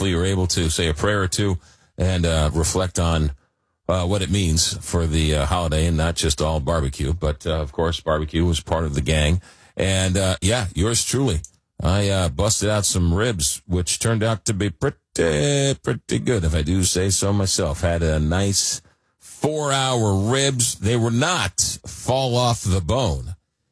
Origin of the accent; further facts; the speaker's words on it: East Coast, United States; now in St. Louis, United States; That's how I was raised, right? I didn't know what barbecue was growing up on the East Coast. I had to come to St. Louis in the Midwest to learn what good barbecue was all about.